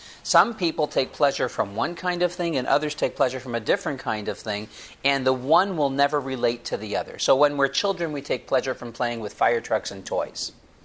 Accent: Boston, Massachusetts, United States; I'm from Boston.

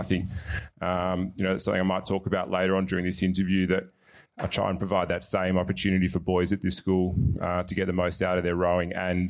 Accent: Hamilton, Victoria, Australia; also born or lived in Geelong; We grew up in Country Victoria in the Western District in Hamilton.

